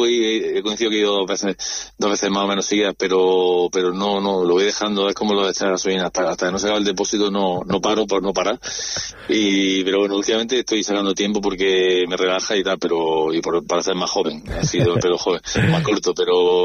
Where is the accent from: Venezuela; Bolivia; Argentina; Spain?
Spain; Jaén, Andalusia; en Los Arcos, que fue donde nací, en la zona de los Sauces, en la plaza Cervantes, de ahí cerca de Arimelia, en Jaén, desde hasta los 19 años, 100% en Jaén